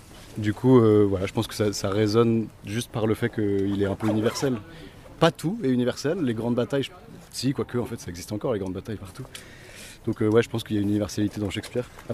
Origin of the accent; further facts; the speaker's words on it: Tours, Centre-Val de Loire, France; je viens de Tours, de Maitrey.